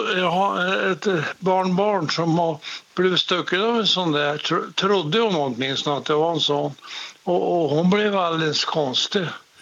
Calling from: Örnsköldsvik, Västernorrland County, Sweden; Jag kommer från Örnsköldsvik.

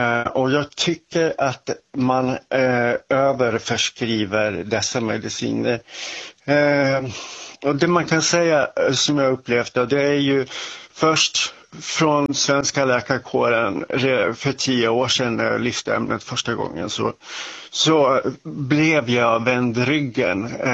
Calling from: Dalarna County, Sweden; accent: Västerdalska; jag kommer från Dalarna så jag och pratar västerdalska

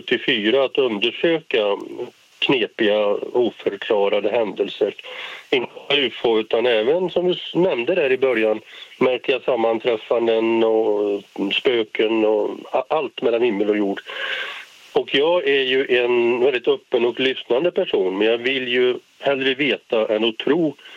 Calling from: Järfälla, Stockholm County, Sweden; Jag är hemma i Järfälla

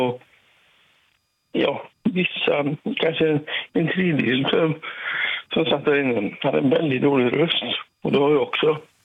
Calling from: Brösta, Västra Götaland County, Sweden

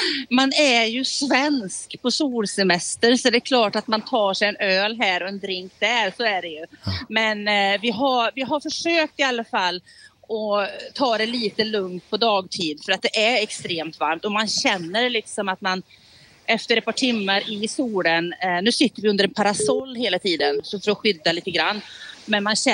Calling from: Sweden; som svensk

